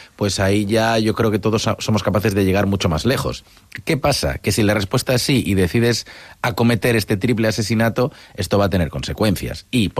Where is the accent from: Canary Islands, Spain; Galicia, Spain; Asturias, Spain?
Galicia, Spain; Vigo; now in Madrid, Spain; Como yo soy de Vigo y tengo allí a toda mi familia